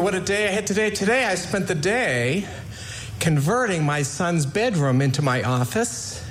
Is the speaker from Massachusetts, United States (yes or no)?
yes; Boston, Massachusetts, United States; now in Los Angeles, United States; So I'm from Boston originally, but I live in Los Angeles now, and things shut down there around March of 2020.